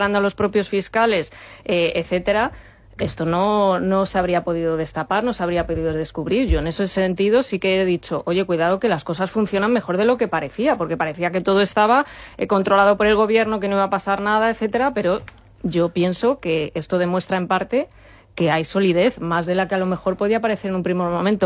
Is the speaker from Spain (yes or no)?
yes; Spain; de madre mía España, somos los españoles así por tradición, de ser los primeros en arremeter contra nuestro propio país